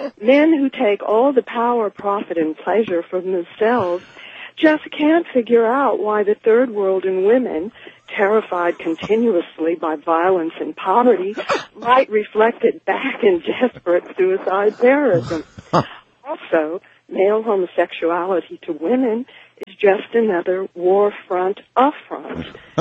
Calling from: San Antonio, Texas, United States; from San Antonio.

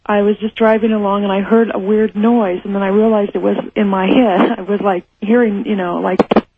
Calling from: Los Angeles, California, United States; I'm from Los Angeles.

